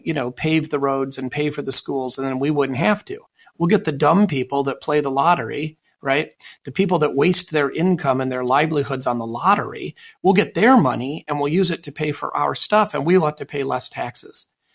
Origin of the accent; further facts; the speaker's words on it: United States; as an American